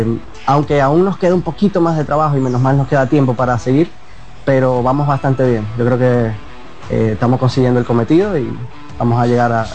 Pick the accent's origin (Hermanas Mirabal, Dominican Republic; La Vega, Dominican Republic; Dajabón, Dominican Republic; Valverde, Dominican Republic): La Vega, Dominican Republic; Concepción de La Vega; Yo soy originalmente de La Vega, Concepción de La Vega en la casa.